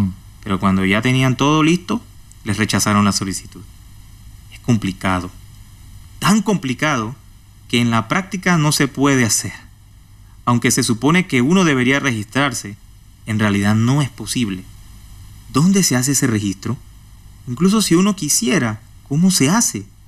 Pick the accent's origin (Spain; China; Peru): China; nosotros que somos creyentes chinos